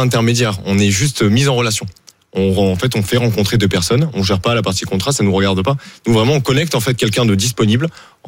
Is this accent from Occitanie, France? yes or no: yes; Argelès-sur-Mer, Occitanie, France; Moi, je viens du coup d'Argelès-sur-Mer.